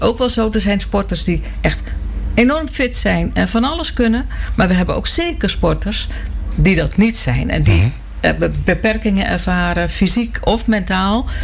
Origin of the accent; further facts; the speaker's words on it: Netherlands; moved away as an adult; now in Kerkenveld, Netherlands; mijn roots liggen in Drenthe. En dan niet zozeer. Ik ben hier niet opgegroeid. Ik ben opgegroeid in het westen van het land.